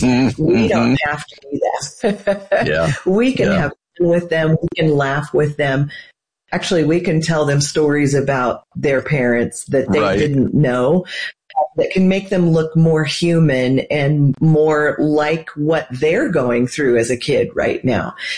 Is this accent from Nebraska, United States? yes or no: yes; Nebraska, United States; Well, I grew up in Nebraska, and we have no professional sports teams there, and so you get to pick what you like, and I love the Evil Empire.